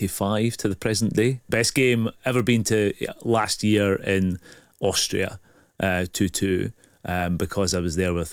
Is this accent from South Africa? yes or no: no; Dundee, Scotland, United Kingdom; I come from Dundee